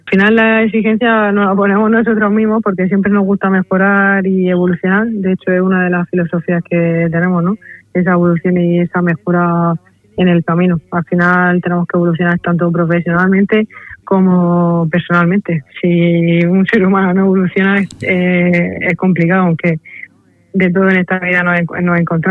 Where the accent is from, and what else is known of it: Region of Murcia, Spain